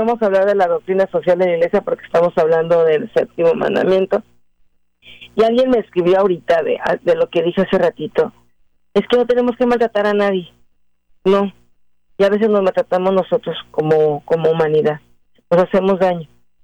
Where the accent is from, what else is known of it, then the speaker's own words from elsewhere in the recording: Mexico City, Mexico; born there; yo nací en la Ciudad de México, fíjese. Y entonces nos restringían el agua.